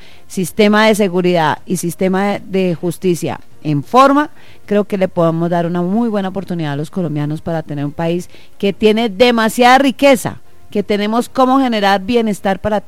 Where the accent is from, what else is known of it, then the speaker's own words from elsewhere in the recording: Palmira, Valle del Cauca, Colombia; also born or lived in Santa Marta / Cali; Claro que sí, yo soy nacida en Santa Marta, pero criada en el Valle del Cauca, entre Palmira y Cali